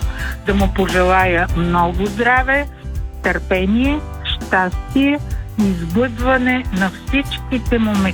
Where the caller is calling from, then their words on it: Sofia, Sofia City, Bulgaria; съм от София.